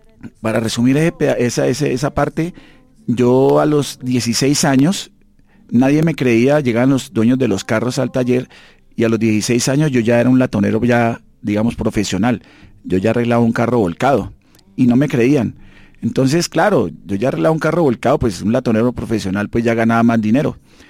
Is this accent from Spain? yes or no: no; Villavicencio, Meta, Colombia; soy de Villavicencio, nacido y criado en Villavicencio toda mi vida. Vengo de una familia, pues, de clase media, ¿no?